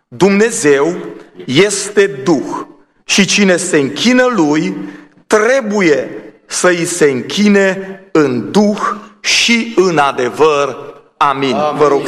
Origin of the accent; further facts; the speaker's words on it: Timișoara, Timiș County, Romania; Eu am crescut în Timișoara, în adunările penticostale și adunările erau multe din ele fără ceas.